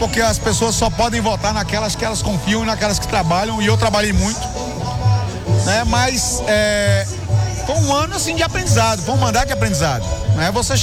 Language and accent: Portuguese; Northeast Brazil, Brazil; para nós que somos nordestinos